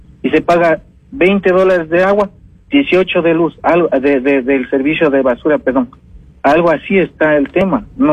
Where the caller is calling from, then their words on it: Quito, Pichincha, Ecuador; yo le hablo por el norte de Quito. Salimos de aquí de San Antonio, en la ruta a Carapungo